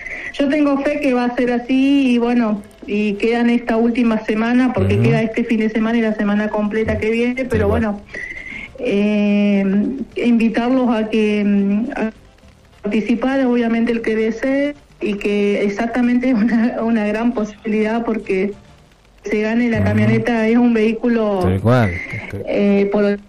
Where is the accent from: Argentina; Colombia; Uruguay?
Argentina; San Martín de los Andes, Neuquén; yo soy nacida y criada en San Martín de los Andes